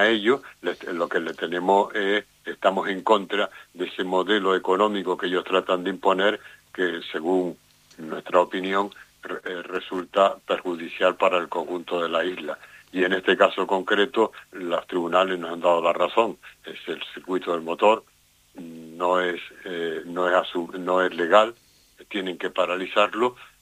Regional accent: Canary Islands, Spain

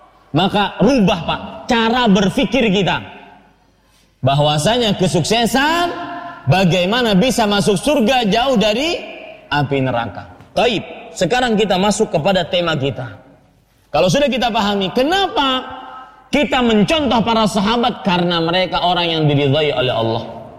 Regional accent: Banjarmasin, South Kalimantan, Indonesia; di kota saya di Banjarmasin

